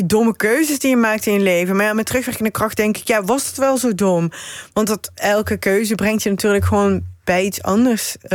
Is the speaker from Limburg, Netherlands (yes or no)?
yes; Limburg, Netherlands; Ik kwam uit Limburg. Ik kwam uit een katholieke meisjesschool met uniform als in de stad.